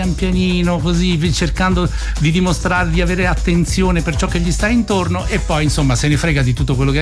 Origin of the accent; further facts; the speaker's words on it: Southern Italy, Italy; io, ragazzo del sud